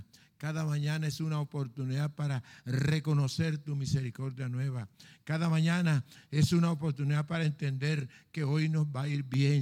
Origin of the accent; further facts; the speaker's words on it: Colombia; Padre, oramos por nuestro país Colombia